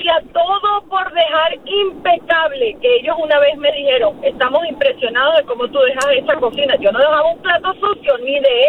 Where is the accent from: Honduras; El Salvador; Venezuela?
Venezuela; now in Mexico; No, me pasó aquí cuando llegué de Venezuela en agosto del 2024. Le pedí a una familia mexicana amiga de hacía veintitantos años que me recibieran mientras me establecía por un mes.